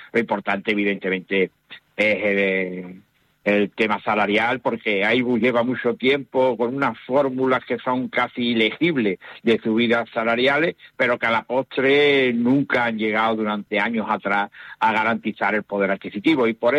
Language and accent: Spanish; Cádiz, Andalusia, Spain